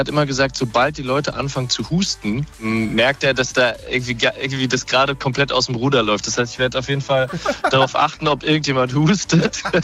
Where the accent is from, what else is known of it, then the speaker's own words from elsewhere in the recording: Kaiserslautern, Rhineland-Palatinate, Germany; Ich komme ja aus einer Sandsteingegend. Ich komme aus Kaiserslautern.